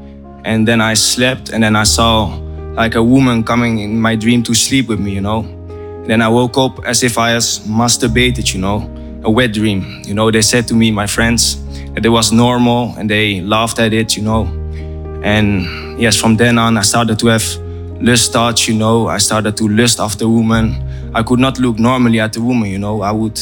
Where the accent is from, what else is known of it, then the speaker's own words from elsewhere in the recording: Netherlands; I'm coming from the Netherlands.